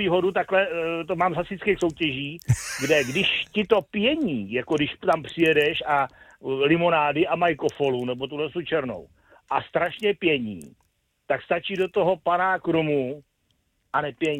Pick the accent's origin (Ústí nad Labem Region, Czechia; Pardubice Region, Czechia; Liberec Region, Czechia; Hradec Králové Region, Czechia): Pardubice Region, Czechia; born there; Já pocházím z Pardubicka, kde jsme vymetali Big Beaty na klasických adresách jako Újezd u Přelouče, Semín, Strášov, Valí.